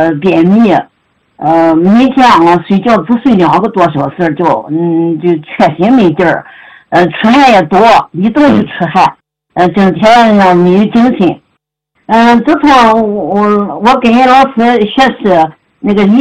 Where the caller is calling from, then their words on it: Changji, Xinjiang, China; 我是新疆昌吉的学员